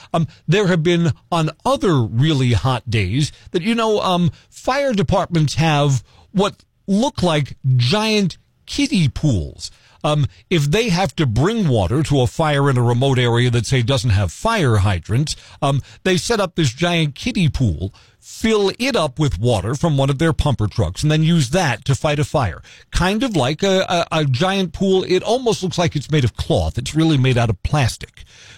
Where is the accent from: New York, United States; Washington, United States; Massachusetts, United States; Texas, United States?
New York, United States; New York City; now in Wausau, United States; when I was a kid on a really hot day growing up in Brooklyn